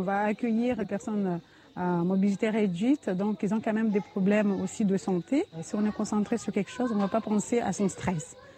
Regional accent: Mayotte; On a grandi à Malavouni avec mes parents.

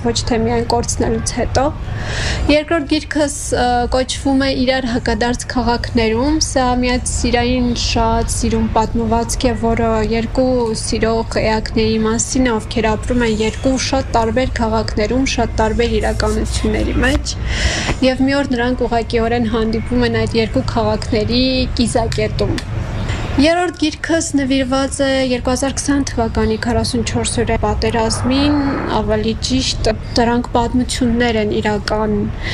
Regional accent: Stepanakert, Nagorno-Karabakh, Azerbaijan; մասնագիտությամբ գրող, երգահան, դերասան։ Ծնվել եմ քաղաք Ստեփանակերտում, Գողթրիկ Արցախում, ամբողջ կյանքս անց եմ կանչել հենց Ստեփանակերտում

